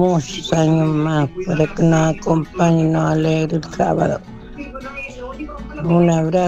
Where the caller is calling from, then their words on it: San Carlos de Purén, Biobío, Chile; Yo llamo de San Carlos Purén